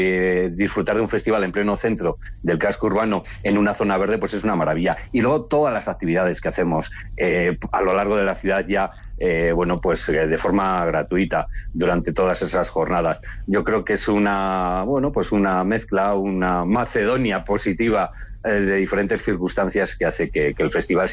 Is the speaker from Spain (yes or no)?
yes; Castile and León, Spain; que es como somos los castellanos y leoneses.